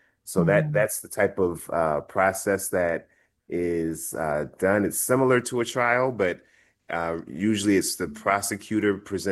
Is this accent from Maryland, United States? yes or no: yes; Silver Spring, Maryland, United States; also born or lived in Washington, D.C.; Yeah, I grew up in Silver Spring, Maryland, mostly. So I went to John F. Kennedy High School there, I graduated from Sherwood High School.